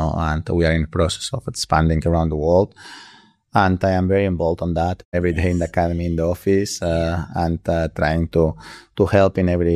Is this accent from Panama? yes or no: no; Balearic Islands, Spain; No, I mean, we are from Mallorca. We are a small island. Well, not that small, but and we are from a village now.